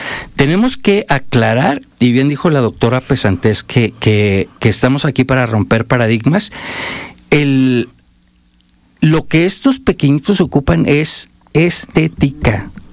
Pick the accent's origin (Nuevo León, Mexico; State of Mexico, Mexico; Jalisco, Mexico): Nuevo León, Mexico; Nuevo León tiene mucha industria, de donde yo vengo, ahí en México.